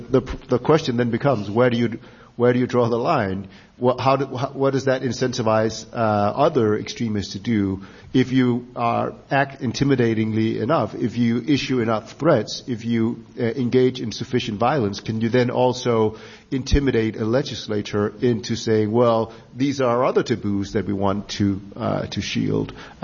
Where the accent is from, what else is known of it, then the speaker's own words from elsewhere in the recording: Denmark; My home country, Denmark